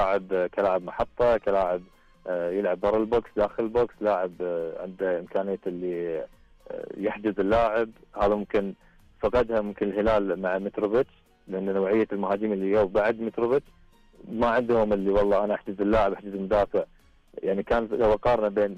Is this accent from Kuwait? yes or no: yes; Kuwait; أصلا حتى عندنا هنا في الكويت منقسمين لخاصة الثلاث أندية